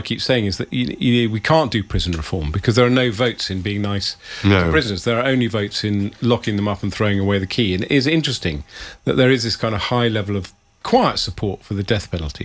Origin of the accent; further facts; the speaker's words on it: England, United Kingdom; I am English and British and loyal and patriotic, but I like having this slightly exotic difference.